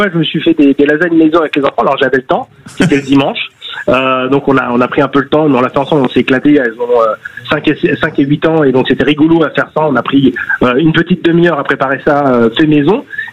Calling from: Île-de-France, France; Même si j'habite en Seine-Saint-Denis.

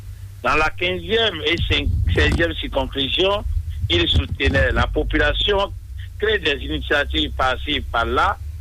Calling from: Cotonou, Littoral, Benin; je vous appelle de Cotonou Misebor, 5e arrondissement.

